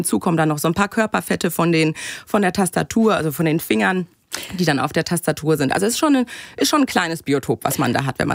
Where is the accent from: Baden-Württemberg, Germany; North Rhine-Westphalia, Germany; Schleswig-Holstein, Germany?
North Rhine-Westphalia, Germany; Bochum; born there; Ich komme gebürtig aus Bochum, richtig.